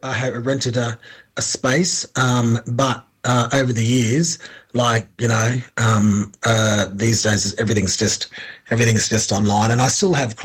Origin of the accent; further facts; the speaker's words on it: Darwin, Northern Territory, Australia; growing up in Darwin, there's lots of I saw, you know, different Aboriginal people in business.